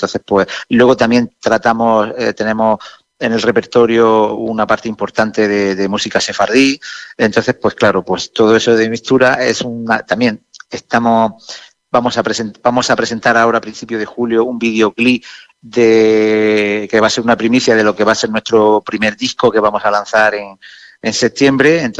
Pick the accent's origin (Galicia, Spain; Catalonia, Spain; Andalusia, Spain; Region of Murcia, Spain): Region of Murcia, Spain; yo soy de Murcia, yo aporto instrumentos tradicionales de la región de Murcia, que son los guitarros